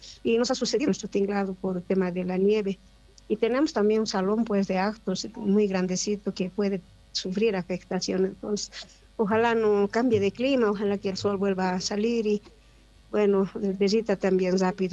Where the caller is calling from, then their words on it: Llallagua, Potosí, Bolivia; como somos de Llayaguas, a veces vemos este cambio de clima y por estas alturas creo que es seguido